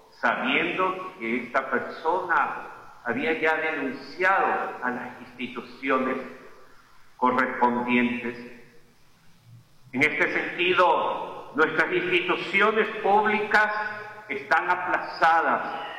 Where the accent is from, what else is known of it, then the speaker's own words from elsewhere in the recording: Paraguay; nuestra preocupación como paraguayos